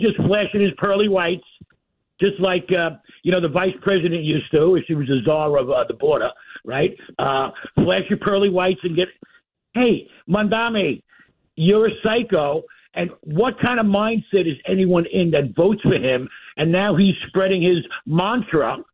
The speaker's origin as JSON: {"language": "English", "area": "Long Island", "region": "New York", "country": "United States", "tie": "born or raised there", "moved": "yes", "lives_now": "South Carolina, United States", "said": "I went up to Strong Island, Long Island. That's my old hood."}